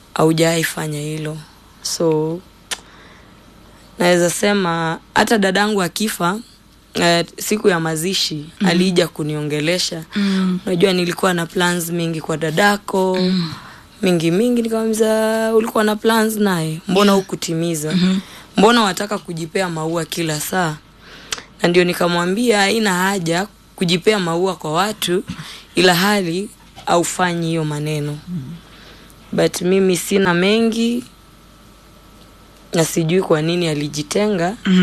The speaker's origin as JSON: {"language": "Swahili", "region": "Meru County", "country": "Kenya", "tie": "born there", "said": "Nimezaliwa Meru County."}